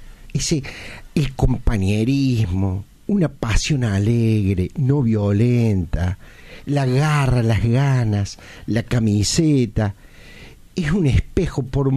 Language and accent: Spanish; Argentina; nos vamos identificando poco a poco como argentinos, con lo bueno, lo malo, somos argentinos.